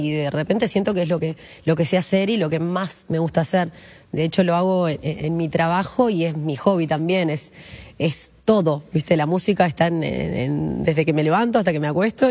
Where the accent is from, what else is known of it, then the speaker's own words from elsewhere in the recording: Minas, Lavalleja, Uruguay; moved away as an adult; yo soy de Minas, sí.